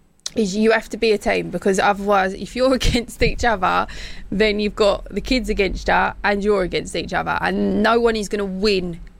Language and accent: English; South East England, United Kingdom; I'm from Kent. I'm proud of it.